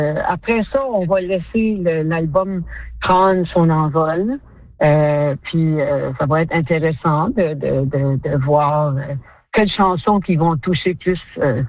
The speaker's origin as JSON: {"language": "French", "town": "Memramcook", "region": "New Brunswick", "country": "Canada", "tie": "born or raised there", "moved": "yes", "said": "on s'en va dans mon village natal, qui est Memramcook, que je tenais vraiment à retourner dans mon village là-bas."}